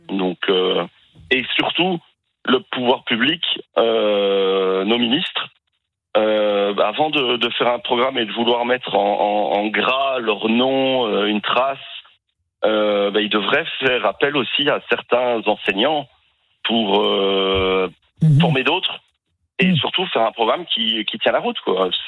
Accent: Belgium; now in France; Moi, je suis belge et j'ai tellement de mauvais échos sur le public en France

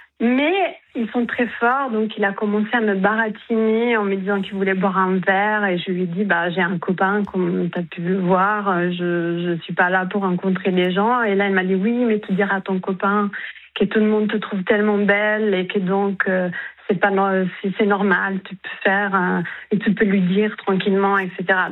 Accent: Italy; accent: Italian; French is a second language

